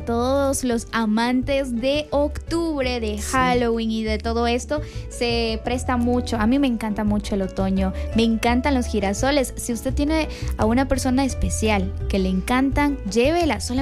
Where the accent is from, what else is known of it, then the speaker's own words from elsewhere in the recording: Chalatenango, El Salvador; Yo soy de Chalatenango y se ven unos atardeceres tan preciosos.